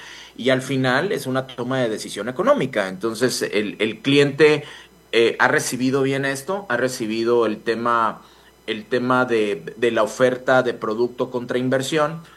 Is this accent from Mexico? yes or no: yes; Mexico; Entonces, si hablamos de marcas de donde nosotros salimos, nuestras universidades como ingenieros mexicanos van en conjunto con estas marcas